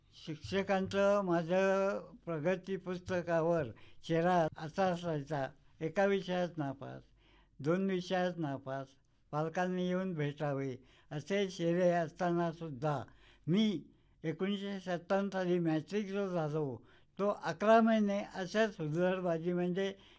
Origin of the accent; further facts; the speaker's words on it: Ratnagiri, Maharashtra, India; माझा जन्म 17/8/37 रोजी जेव्हा काही रत्नागिरी याच्या झाला.